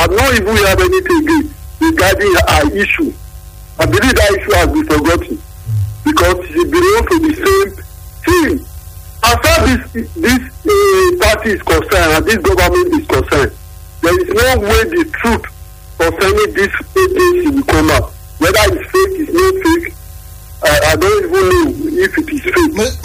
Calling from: Benin City, Edo, Nigeria; I'm calling from Benin.

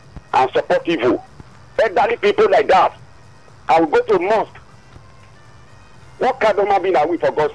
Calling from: Abuja, Federal Capital Territory, Nigeria; calling from Abuja.

